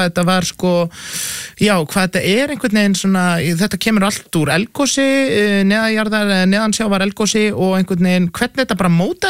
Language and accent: Icelandic; Seltjarnarnes, Capital Region, Iceland; now in Reykjavík, Iceland; En ég var alveg upp á Seltjarnarnesi og ég hef einnig búið í Hlíðunum